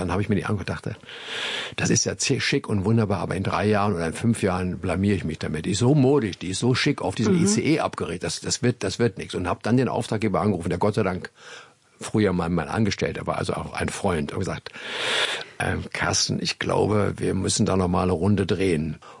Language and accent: German; Stadthagen, Lower Saxony, Germany; wo ich geboren bin in Stadthagen bei Hannover